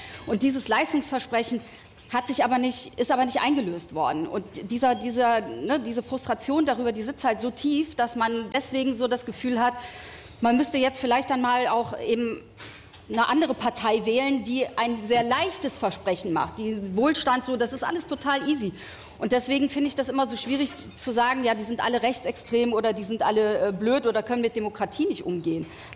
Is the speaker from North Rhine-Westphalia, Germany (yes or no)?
yes; Cologne, North Rhine-Westphalia, Germany; als Kölnerin